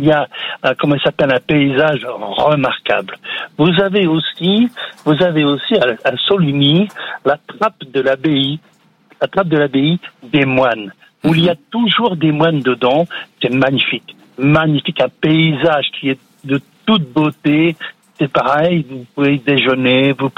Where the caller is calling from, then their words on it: Neuilly-sur-Eure, Normandy, France; J'habite à Neuilly-sur-Eure. On est un petit village qui est sympa comme tout.